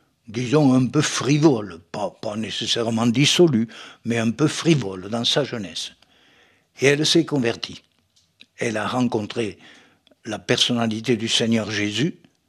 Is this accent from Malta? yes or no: no; Nancy, Grand Est, France; Chez nous, à Nancy, en Lorraine